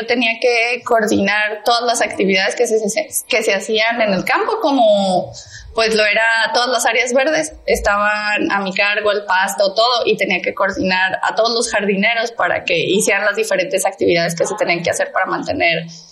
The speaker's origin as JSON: {"language": "Spanish", "region": "San Luis Potosí", "country": "Mexico", "tie": "born or raised there", "also_born_or_lived": "Tamaulipas", "moved": "as an adult", "said": "toda mi vida crecí en la Huasteca Potosina y Tamaulipeca."}